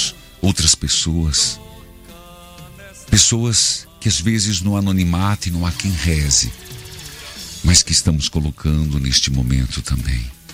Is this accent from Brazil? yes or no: yes; Paraná, Brazil; Ubiratã, meu abraço a todo o estado do Paraná. Sou paranaense com muito orgulho.